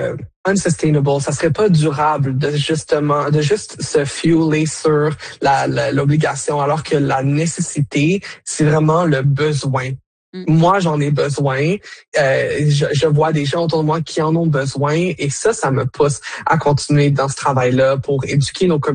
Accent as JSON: {"language": "French", "region": "Quebec", "country": "Canada", "tie": "born there", "first_language": "French", "moved": "as an adult", "lives_now": "Ontario, Canada", "said": "quand je suis arrivée ici en Ontario, ça fait 6 ans maintenant, j'avais pas de relation au français particulièrement. Ah. Quand j'étais au Québec, moi le français c'était la langue dans laquelle j'étais née, et même que je préférais l'anglais à la base"}